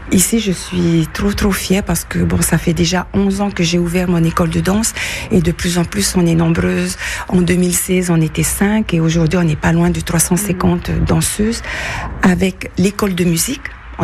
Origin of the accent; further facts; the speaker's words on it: Moorea, Windward Islands, French Polynesia; Je viens de la Polynésie française et je suis originaire de l'île de Mauréa, qui est l'île sœur de Tahiti. Quand on prend le ferry, c'est à 30 minutes.